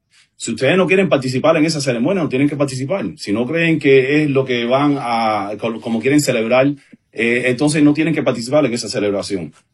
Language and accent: Spanish; Cuba; Yo estoy muy orgulloso, yo soy cubano, mis padres estuvieron súper contentos cuando yo me gradué